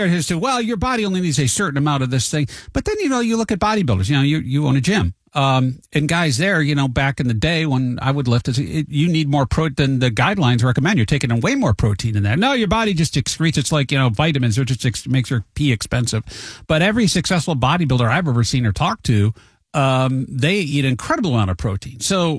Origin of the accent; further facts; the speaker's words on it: United States; I'm an American.